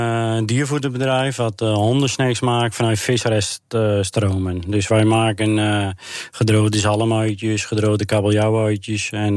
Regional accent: Urk, Flevoland, Netherlands; ik ben opgegroeid op Urk natuurlijk. En we zijn Urkers en op Urk iedereen ademt vis.

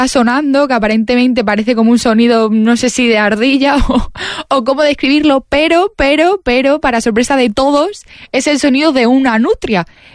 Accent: Extremadura, Spain; como extremeños sabemos dónde está.

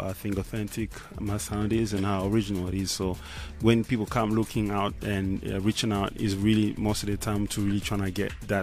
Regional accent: Goma, North Kivu, DR Congo; born or raised there

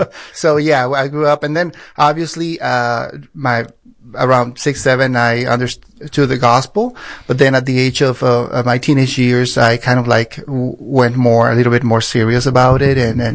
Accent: Reynosa, Tamaulipas, Mexico; I grew up in Mexico in the border town of Reynosa. And so there back then, I'm talking 90s, early 90s, mid 90s.

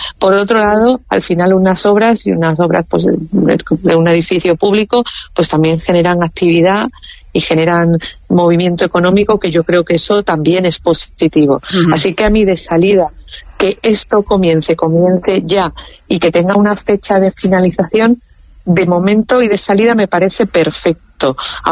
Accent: Spain; no podemos olvidar que los españoles, que España, somos también latinos. O sea, de hecho diría que somos latinos de salida

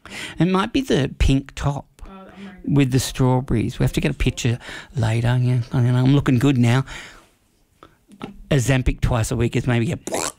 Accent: Australia; she's just as Aussie as I am, but I don't know if I am. I'm more Irishy, sort of Scotland, sort of Pommy, sort of a bit of everything.

